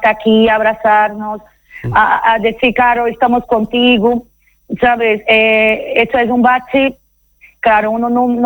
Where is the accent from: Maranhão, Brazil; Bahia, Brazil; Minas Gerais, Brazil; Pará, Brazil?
Maranhão, Brazil; São Luís; born or raised there; now in Spain